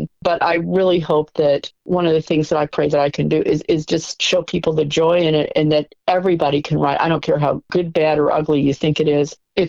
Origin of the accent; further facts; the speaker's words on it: Marshalltown, Iowa, United States; moved away; my hometown of Marshalltown, Iowa.